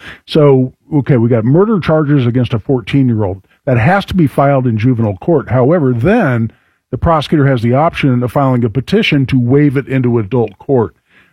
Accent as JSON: {"language": "English", "town": "Carmel", "region": "Indiana", "country": "United States", "tie": "born or raised there", "said": "my neck of the woods, my hometown, Carmel"}